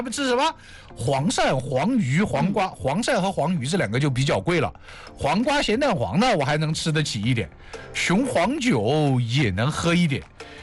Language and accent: Chinese; Yueyang, Hunan, China; now in Hefei, China; 因为我老家湖南岳阳的